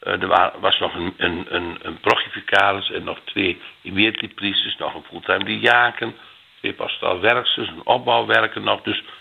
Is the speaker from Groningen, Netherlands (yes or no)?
no; Gaanderen, Gelderland, Netherlands; geboren en getogen in de Gelderse Achterhoek in Gaanderen bij Doetinchem.